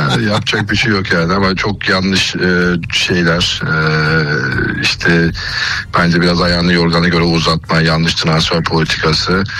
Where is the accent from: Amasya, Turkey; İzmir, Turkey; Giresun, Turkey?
Giresun, Turkey; Her şey, Giresun güzel bir şehir. Memleketime öveyim biraz.